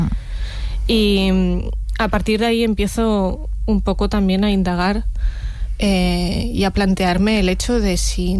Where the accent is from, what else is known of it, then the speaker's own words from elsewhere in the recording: Los Alcázares, Region of Murcia, Spain; Yo crecí en un pueblo de Murcia llamado Los Alcázares, que está en el Mar Menor, y la biblioteca local es un sitio bastante pequeñito, pero para mí era un mundo.